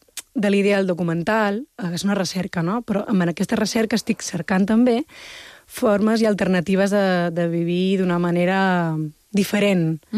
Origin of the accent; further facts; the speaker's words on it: Balearic Islands, Spain; born there; Pues jo he fet un acrònim que es diu guiri-yorquina, que som aquestes persones que som fills de guiris nascut a les illes, no?